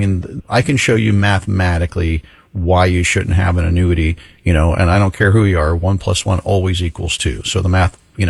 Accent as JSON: {"language": "English", "region": "Florida", "country": "United States", "tie": "born or raised there", "said": "Yeah, I was born and raised in Florida."}